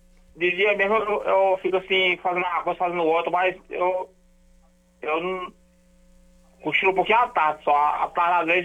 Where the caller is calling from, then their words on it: Picos, Piauí, Brazil; Picos, Piauí.